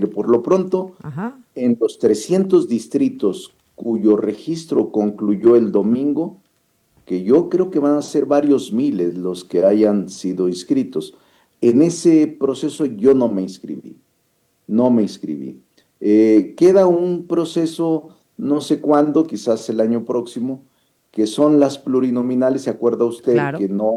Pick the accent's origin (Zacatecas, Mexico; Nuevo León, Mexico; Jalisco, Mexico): Zacatecas, Mexico; Fresnillo; no incluye los 3 años de regidor de mi pueblo, Fresnillo, Zacatecas.